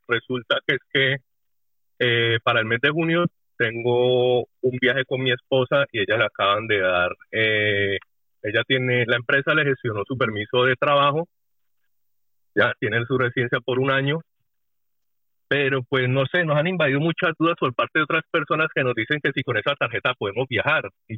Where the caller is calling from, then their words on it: Madrid, Community of Madrid, Spain; de Madrid.